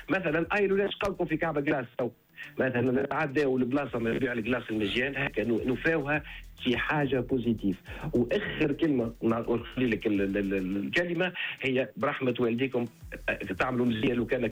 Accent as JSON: {"language": "Arabic", "country": "Tunisia", "said": "احنا راه تونسي"}